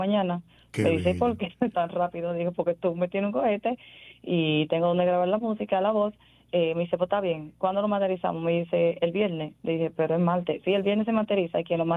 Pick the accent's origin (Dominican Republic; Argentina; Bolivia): Dominican Republic; Para nada, pero soy dominicana, amo el merengue, es mi bandera.